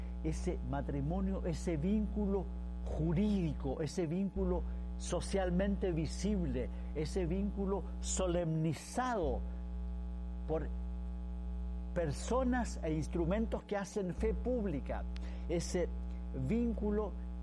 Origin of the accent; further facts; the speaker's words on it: Chile; En mi país, Chile, el 70% de los niños que nacen están naciendo fuera de una familia unida por un matrimonio.